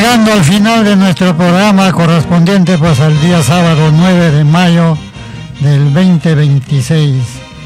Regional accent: Corongo province, Ancash, Peru; de mi pueblo de Ranguas, el pueblo más chiquito.

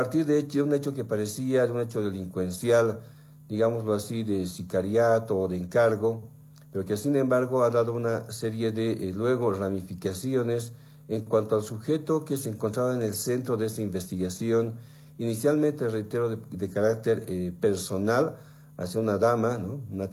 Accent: Bolivia; como bolivianos y bolivianas

